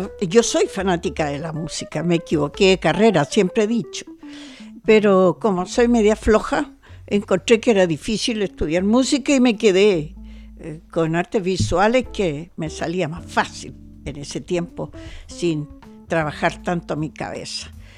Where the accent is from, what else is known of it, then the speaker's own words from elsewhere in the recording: San Bernardo, Santiago Metropolitan Region, Chile; Mira, nací en San Bernardo, en la población Balmaceda.